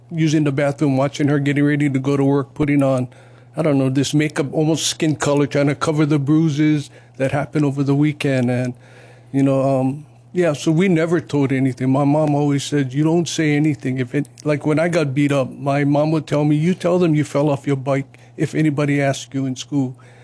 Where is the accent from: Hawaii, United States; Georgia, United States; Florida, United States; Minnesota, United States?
Hawaii, United States; Honolulu; I grew up right next door to where the Hawaii Convention Center is. It used to be Aloha Motors was there while I was growing up.